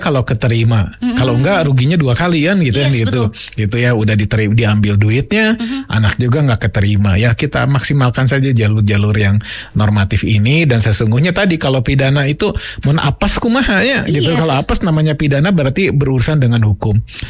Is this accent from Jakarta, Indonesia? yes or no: no; Bandung, West Java, Indonesia; kami warga Kota Bandung.